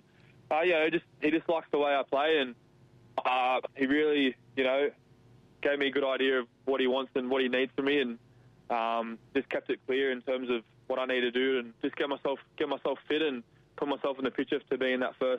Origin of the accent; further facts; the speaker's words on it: Penrith, New South Wales, Australia; And I'm a kid from Penrith, an hour out from the closest beach